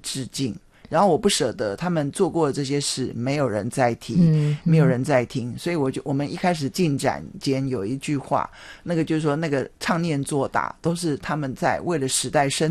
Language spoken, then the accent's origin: Chinese; Taoyuan, Taiwan; 我桃园人啊